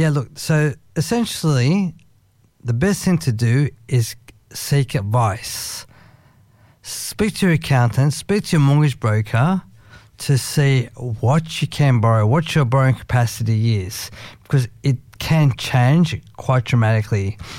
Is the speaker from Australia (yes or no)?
yes; New South Wales, Australia; I actually like it there now because I'm originally from the North Shore.